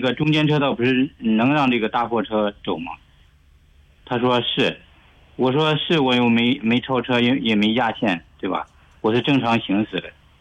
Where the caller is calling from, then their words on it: Anyang, Henan, China; 我是河南安阳的。